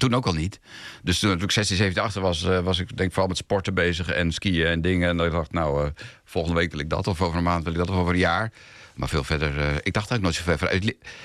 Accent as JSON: {"language": "Dutch", "region": "northern Netherlands", "country": "Netherlands", "said": "uit het noorden."}